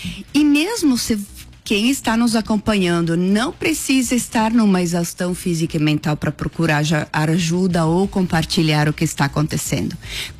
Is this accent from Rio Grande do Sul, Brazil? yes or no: yes; Nova Bassano, Rio Grande do Sul, Brazil; sou de Nova Bassano.